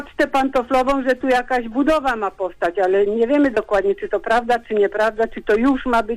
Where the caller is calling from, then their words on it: Lubin, Lower Silesian Voivodeship, Poland; dzwonię z Lubina.